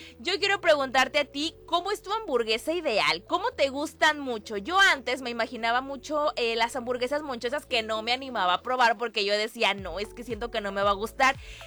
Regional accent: Mexico; nosotros aquí en México lo conocemos como muy americano

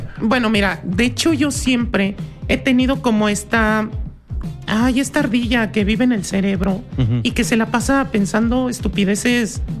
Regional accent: Tlaxcala, Mexico; Yo vengo de Tlaxcala.

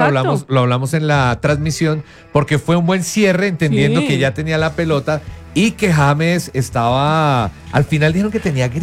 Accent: Colombia; De todos nosotros, me refiero como colombianos, como hinchas y como periodistas, es que hemos ido partido a partido.

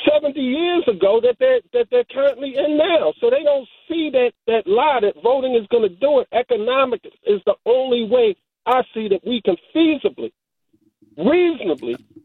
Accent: Baltimore, Maryland, United States; I'm from Baltimore too, so when I went in Cherry Hill to the barbershop as a little boy, I looked at the Jet Centerfold.

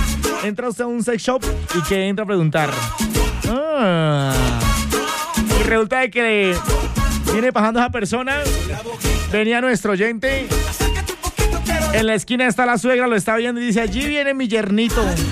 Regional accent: Colombia; nos unimos como colombianos

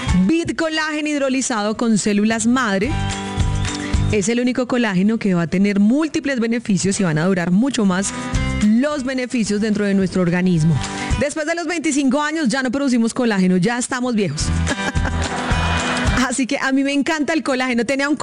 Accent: Tunja, Boyacá, Colombia; es mi tierra, en Tunja.

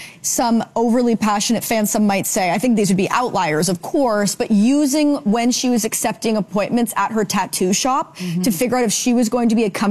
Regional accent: Canada; as a Canadian actor

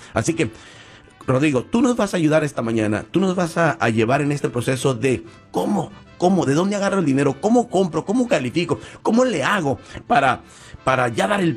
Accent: San Luis Río Colorado, Sonora, Mexico; moved away; yo soy originario de San Luis Río Colorado, y eventualmente con el tiempo pues tengo planeado irme a vivir mis años de retiro allá.

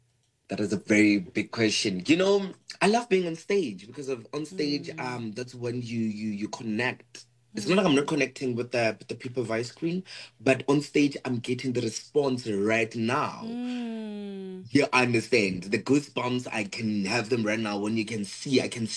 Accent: Limpopo, South Africa; Hi, guys. … I'm born and bred in Limpopo.

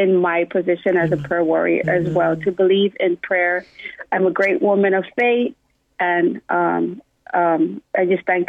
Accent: Waimanalo, Hawaii, United States; I'm from Wamanala, born and raised

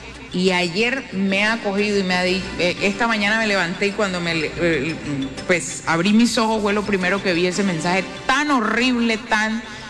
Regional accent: Colombia; Hagamos un ejercicio como colombianos.

